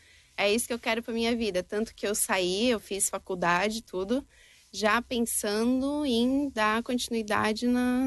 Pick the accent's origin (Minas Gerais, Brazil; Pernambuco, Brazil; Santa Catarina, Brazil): Pernambuco, Brazil; Petrolândia; eu tenho 28 anos, sou do município de Petrolândia.